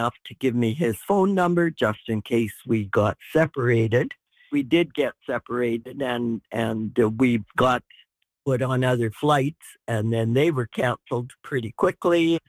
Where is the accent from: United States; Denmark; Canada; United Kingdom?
Canada; Saskatoon, Saskatchewan; Hi there. … from Saskatoon, Saskatchewan. I just recently turned 90 years of age